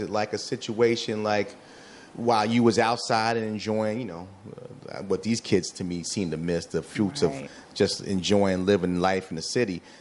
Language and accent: English; Bronx, New York, United States; So growing up in Queens, I'm from the Bronx.